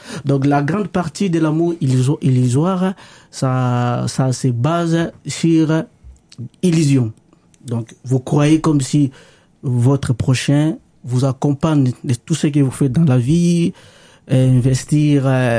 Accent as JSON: {"language": "French", "country": "DR Congo", "moved": "yes", "said": "ça se parle chez nous, aux Congolais. Kinshasa, c'est le pays des plaisirs."}